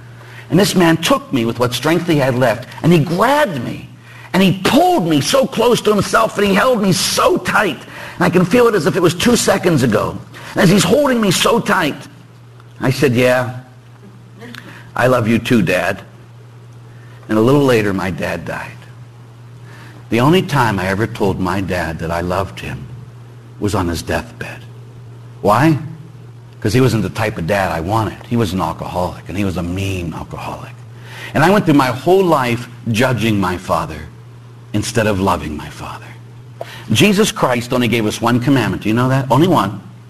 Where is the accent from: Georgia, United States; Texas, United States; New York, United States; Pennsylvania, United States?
Pennsylvania, United States; Pittsburgh; of course I'm from Pittsburgh, as everybody knows, and both my parents were cops.